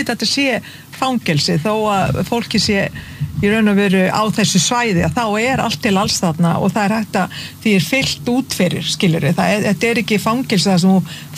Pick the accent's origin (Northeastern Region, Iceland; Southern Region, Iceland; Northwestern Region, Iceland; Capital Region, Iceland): Northwestern Region, Iceland; Hvammstangi; ég þekki til þess eins og fyrir norðan á Hvammstanga sem er var mín heimabyggð